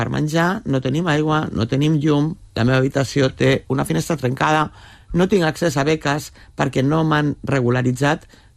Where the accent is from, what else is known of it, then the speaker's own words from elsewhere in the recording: L'Hospitalet de Llobregat, Catalonia, Spain; perquè jo també sóc d'Hospitalet, també del bar de Can Vidalet, vull dir, m'he criat amb... diguéssim que la meva família també és humil